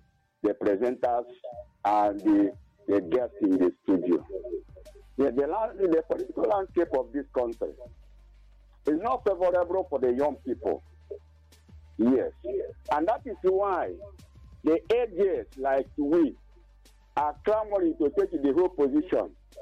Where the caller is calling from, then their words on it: Isoko, Delta, Nigeria; I'm calling from Isoko, my name is local government area of California.